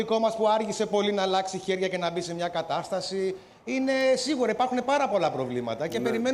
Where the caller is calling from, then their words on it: Kalamata, Peloponnese, Greece